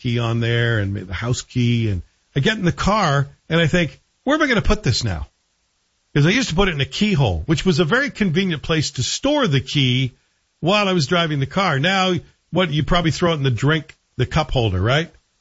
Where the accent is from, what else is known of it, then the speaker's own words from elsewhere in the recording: Toronto, Ontario, Canada; moved away as an adult; now in Ottawa, Canada; Toronto's my hometown